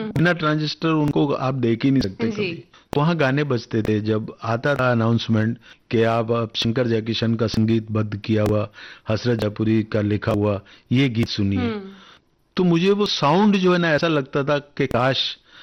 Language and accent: Hindi; Haryana, India; तो मैं गांव में रहता था, पलवल के पास मेरा गांव है।